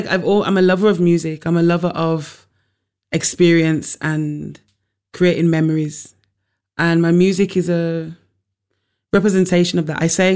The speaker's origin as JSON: {"language": "English", "country": "United Kingdom", "said": "I'm from the UK, Jamaica"}